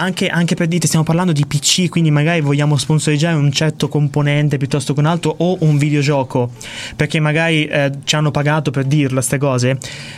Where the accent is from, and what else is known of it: Marche, Italy